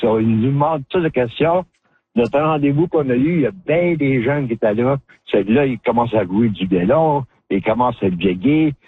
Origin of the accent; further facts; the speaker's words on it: Ontario, Canada; Mais nous autres, on est local. On vient de la rivière des Français puis du Nipissing. So, c'est les métis originaires de la région ici.